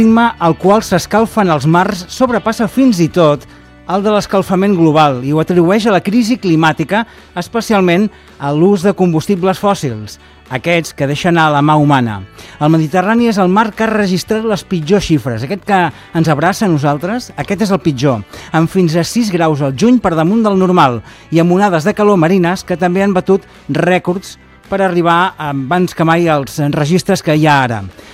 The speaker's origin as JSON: {"language": "Catalan", "region": "Catalonia", "country": "Spain", "said": "Mira, això passa a la meva comarca, al Berguedà, això passa, sí?"}